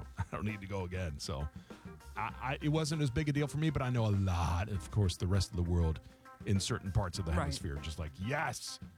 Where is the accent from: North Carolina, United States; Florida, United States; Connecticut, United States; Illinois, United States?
Florida, United States; To me, growing up in Florida, I was like, okay. It's less hot, I guess.